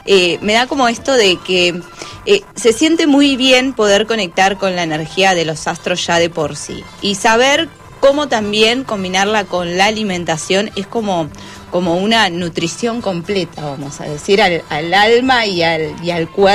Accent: Mar del Plata, Buenos Aires Province, Argentina; me vine exclusivamente desde Mar del Plata, porque yo soy de Mar del Plata, hasta acá, hasta la ciudad de la furia

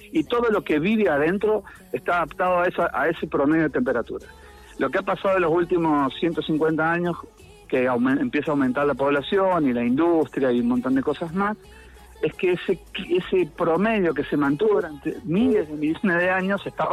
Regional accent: Mendoza, Argentina; Es como yo, como mendocino, como aldearense, me encanta ir a la enramada, ir al río, ir al Club Banco

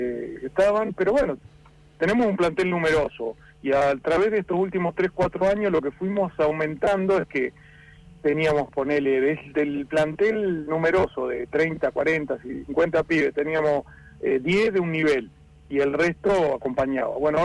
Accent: Comodoro Rivadavia, Chubut, Argentina; Bueno, nosotros somos patagónicos y somos comodorenses, por sobre todas las cosas

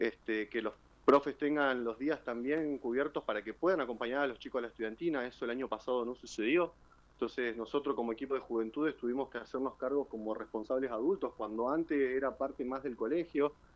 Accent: Río Turbio, Santa Cruz, Argentina; soy nacido y criado en Río Turbio

